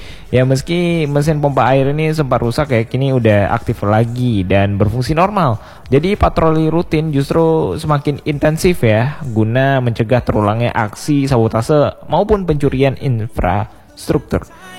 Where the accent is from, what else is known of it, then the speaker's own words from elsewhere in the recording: Banda Aceh, Aceh, Indonesia; kita selaku warga Banda Aceh